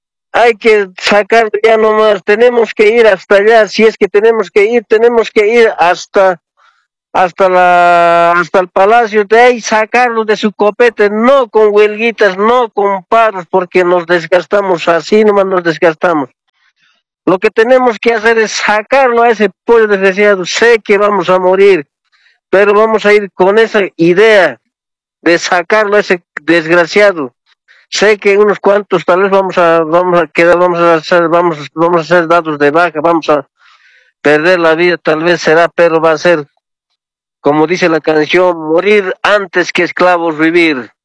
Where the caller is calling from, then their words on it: Cochabamba, Bolivia; Hablo de Cochabamba